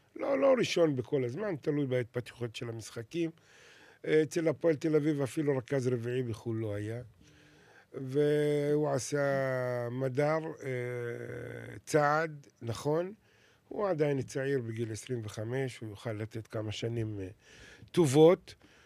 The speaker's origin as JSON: {"language": "Hebrew", "town": "Kafr Qasim", "region": "Central District", "country": "Israel", "said": "אצלנו בכפר קאסם"}